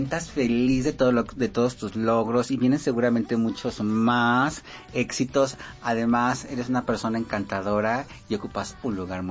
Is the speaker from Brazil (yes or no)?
no; Michoacán, Mexico; yo también soy de Michoacán